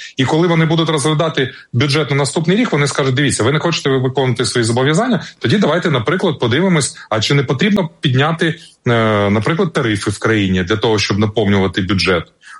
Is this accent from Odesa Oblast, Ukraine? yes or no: yes; Odesa, Odesa Oblast, Ukraine; я представник міста Одеса, я одесит